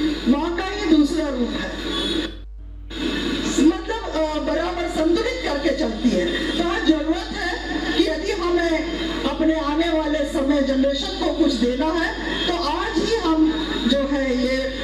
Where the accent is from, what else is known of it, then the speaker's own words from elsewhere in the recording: Palamu, Jharkhand, India; हम सब पलामू की जनता